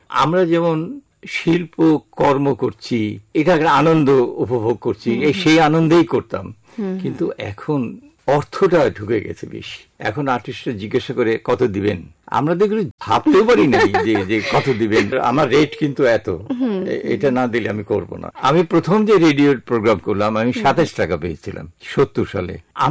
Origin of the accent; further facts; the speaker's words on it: Faridpur, Dhaka Division, Bangladesh; moved away as an adult; আমার বেড়ে ওঠা ফরিদপুরে, ওখানে আমার জন্ম এবং আমার স্কুল কলেজ ইন্টারমিডিয়েট পর্যন্ত